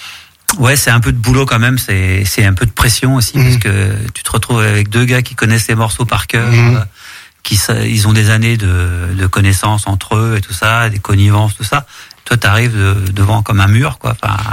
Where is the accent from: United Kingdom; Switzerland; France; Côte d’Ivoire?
France; Île-de-France; moved away; j'étais en région parisienne.